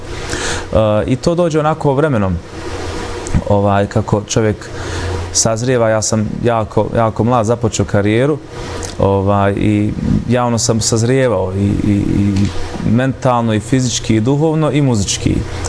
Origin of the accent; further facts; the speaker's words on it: Mulići, Federation of Bosnia and Herzegovina, Bosnia & Herzegovina; Bitno navesti to da dolazim iz Mulića, mjesto koje je rasadnik talenata